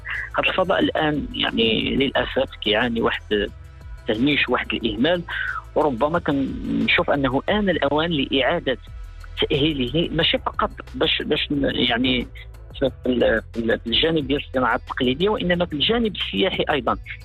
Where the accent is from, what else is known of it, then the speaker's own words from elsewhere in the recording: Morocco; فاللي كيميز نحن كمغاربة أو كمغرب كبلد